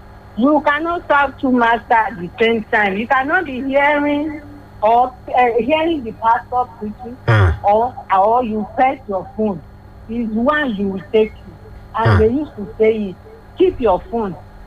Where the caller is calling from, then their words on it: Cairo, Cairo Governorate, Egypt; from Cairo.